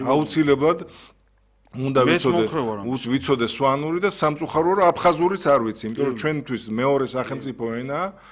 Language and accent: Georgian; Zugdidi, Samegrelo-Zemo Svaneti, Georgia; მე როგორც ზუგდიდელი